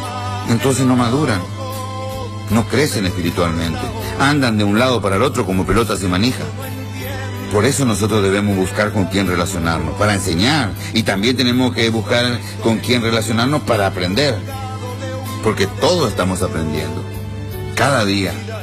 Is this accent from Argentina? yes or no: yes; Argentina; Yo puedo ir a Paraguay, pero soy argentino.